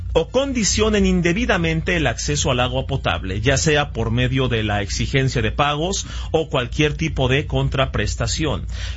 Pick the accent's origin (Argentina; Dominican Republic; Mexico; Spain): Mexico